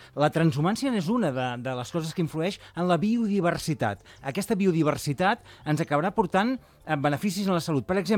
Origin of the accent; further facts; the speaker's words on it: Catalonia, Spain; Jo que sóc de comarca prepirinenca, que sóc del Berguedà